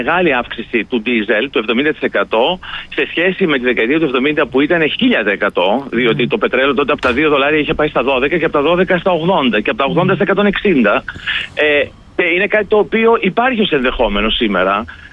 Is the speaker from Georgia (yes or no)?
no; Thessaloniki, Central Macedonia, Greece; εγώ, αν θέλετε, σας τα λέω ως Θεσσαλονικιός.